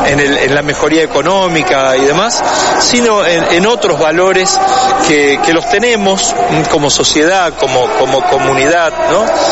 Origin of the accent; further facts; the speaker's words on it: Capitán Bermúdez, Santa Fe, Argentina; moved away; also born or lived in Calchaquí, Santa Fe; en un pueblo que se llama Calchaquí. Me crié en el Gran Rosario, en una ciudad que se llama Capitán Bermúdez, entre Rosario y San Lorenzo.